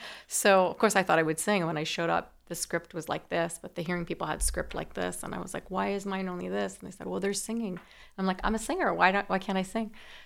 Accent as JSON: {"language": "English", "country": "Canada", "tie": "born there", "moved": "yes", "said": "I'm Canadian born."}